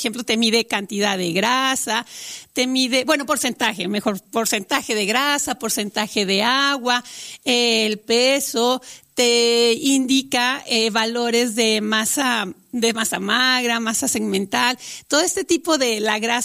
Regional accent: Mexico

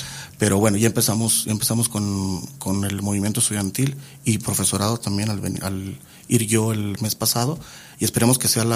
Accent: Mexico; como mexicanos o como gente de acá del norte del continente

